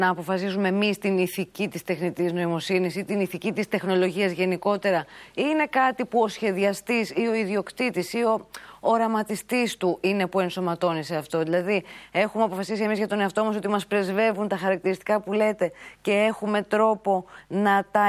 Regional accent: Greece

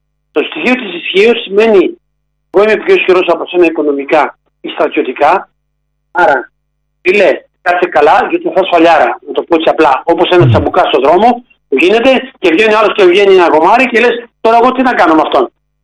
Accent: Greece; είμαστε Έλληνες εδώ

